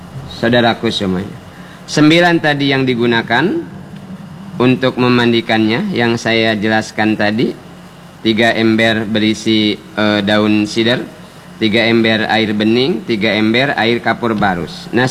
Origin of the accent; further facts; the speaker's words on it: Bangka Belitung Islands, Indonesia; Kalau kata kita orang Bangka, bedaruk.